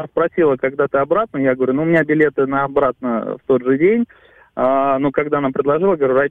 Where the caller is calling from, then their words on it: Saint Petersburg, Russia; с Санкт-Петербурга.